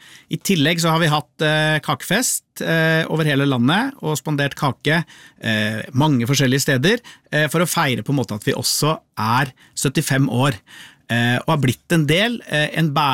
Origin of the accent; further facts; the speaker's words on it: Lier, Buskerud, Norway; i hvert fall der jeg vokste opp i Lier.